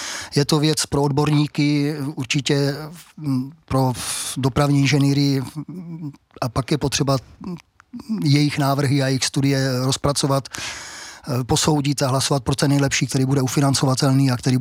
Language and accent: Czech; Zlín, Zlín Region, Czechia; Celý život žiju a bydlím ve Zlíně.